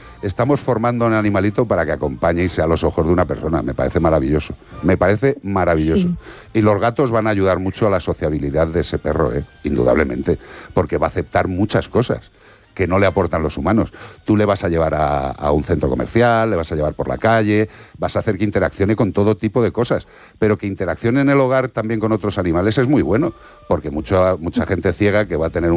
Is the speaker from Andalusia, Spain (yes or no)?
no; Madrid, Community of Madrid, Spain; born there; yo nací, ¿eh? Yo nací en Madrid.